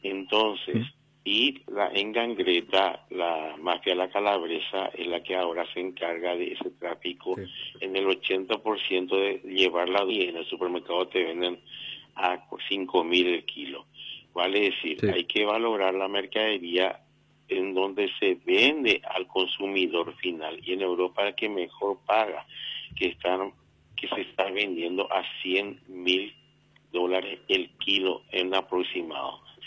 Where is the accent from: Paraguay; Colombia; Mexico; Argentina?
Paraguay